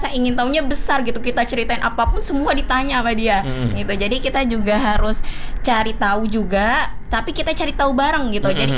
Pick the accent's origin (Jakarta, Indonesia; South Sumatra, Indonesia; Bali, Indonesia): Jakarta, Indonesia; Saya juga orang Betawi.